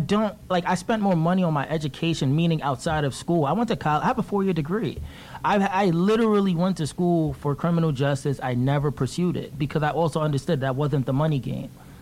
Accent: New York City, New York, United States; Like, depending, we grew up in New York City, so it's different.

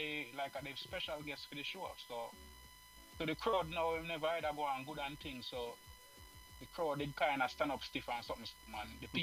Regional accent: Seaforth, Saint Thomas Parish, Jamaica; now in Brooklyn, United States; I'm from Jamaica, you know. I'm in Brooklyn right now, but I'm from...

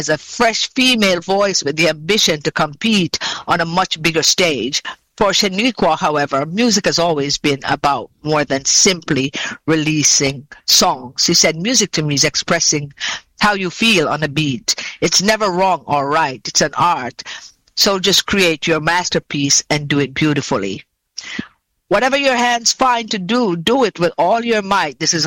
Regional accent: Clarendon, Jamaica; I'm from Clarendon, okay?

